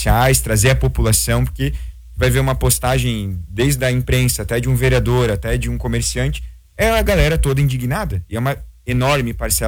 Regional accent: Balneário Camboriú, Santa Catarina, Brazil; todos nós que somos de Balneário

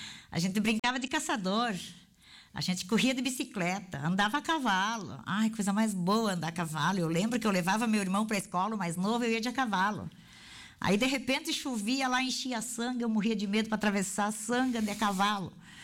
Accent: Tio Hugo, Rio Grande do Sul, Brazil; also born or lived in Ernestina; Bem, eu nasci no município de Ernestina, né? E sempre morei em Poligno do Herval. Antes pertencia a Vitor Greff. Hoje eu moro na cidade, na pequena cidade de Tio Hugo. Mas a Polino do Herval hoje pertence para Tio Hugo, né? Então, sempre morei ali, próximo.

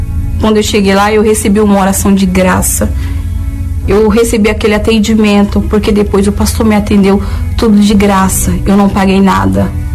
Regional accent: Boa Nova, Bahia, Brazil; tenho 37 anos. Eu nasci na Bahia, em Boa Nova. E eu cresci num lar totalmente destruído, com brigas.

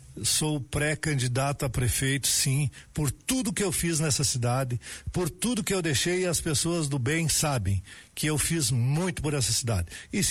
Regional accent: Vacaria, Rio Grande do Sul, Brazil; Vacaria, que é a minha terra, onde o povo conhece meu trabalho

